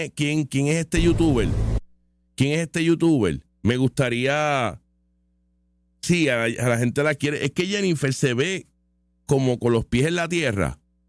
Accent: Aibonito, Puerto Rico; es de mi pueblo

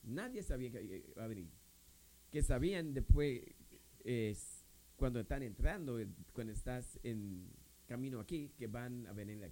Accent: U.S. Virgin Islands

